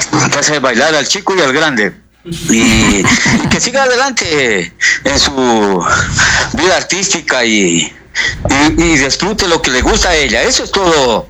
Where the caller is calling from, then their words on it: Loja, Ecuador; De acá de Loja, del centro de la ciudad.